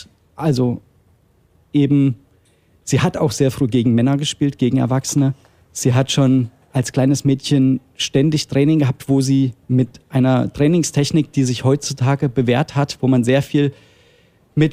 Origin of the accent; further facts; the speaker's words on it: Thuringia, Germany; Da sind wir natürlich als Thüringer, halten wir alle zusammen